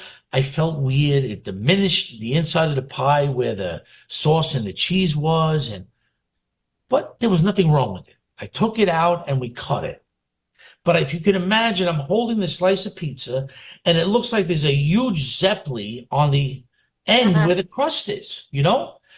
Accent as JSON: {"language": "English", "town": "New York City", "region": "New York", "country": "United States", "tie": "born or raised there", "said": "growing up in Brooklyn, you know, I went to local pizzerias."}